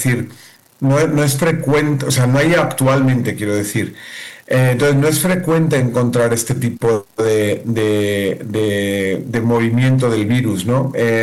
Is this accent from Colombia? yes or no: no; Galicia, Spain; yo en concreto dentro de España soy gallego